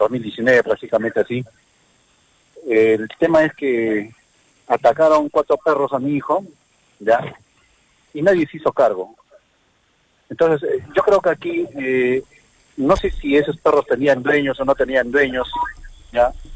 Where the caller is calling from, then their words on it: Arequipa, Peru; Soy vecino de Mariano Melgar.